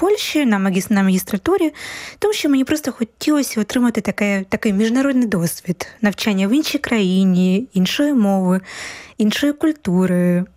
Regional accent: Kharkiv, Kharkiv Oblast, Ukraine; moved away as an adult; now in Poland; Я з міста Харкова. Власне, я народилася у Харкові і жила багато років в місті Харків. Але вже коли приїхала до Польщі, власне, я ще навчалася в місті Харкові

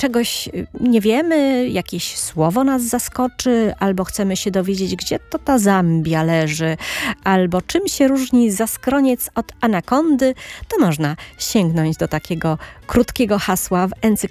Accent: Poznań, Greater Poland Voivodeship, Poland; Nie, to za dużo. Ja jestem z Poznania.

